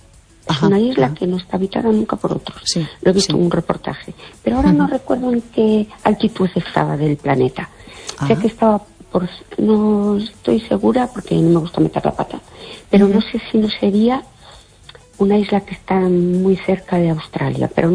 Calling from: Fene, Galicia, Spain

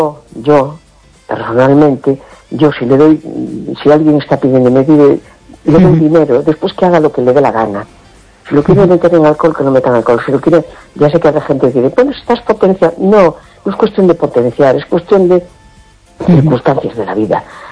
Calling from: A Coruña, Galicia, Spain; de La Coruña.

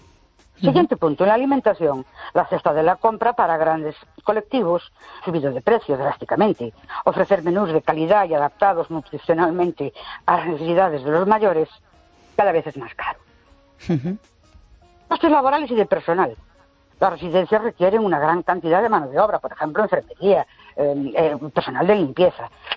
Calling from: Ourense, Galicia, Spain; Buenas noches … de Ourense.

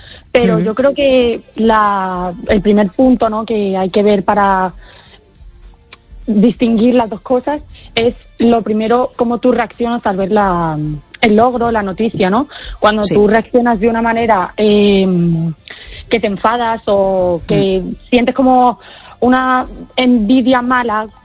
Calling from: Valdoviño, Galicia, Spain; Desde Coruña, Valdoviño.

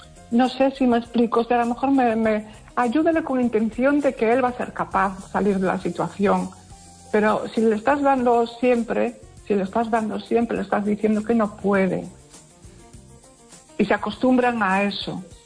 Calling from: Pontevedra, Galicia, Spain; de Pontevedra.

